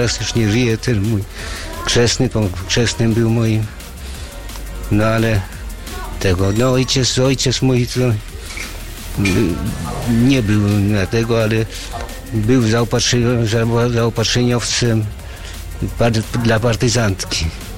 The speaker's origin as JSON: {"language": "Polish", "town": "Bartoszyce", "region": "Warmian-Masurian Voivodeship", "country": "Poland", "tie": "born or raised there", "said": "Po wojnie ja się urodziłem w powiecie Bartoszyce. No i tam mieszkałem w Bartoszycach, koło Bartoszyc, na wiosce takiej Wójciechi."}